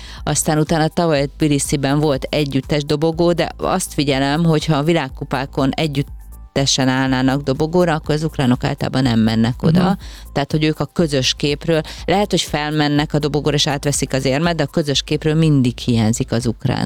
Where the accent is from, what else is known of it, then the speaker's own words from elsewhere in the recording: Hungary; magyar vagyok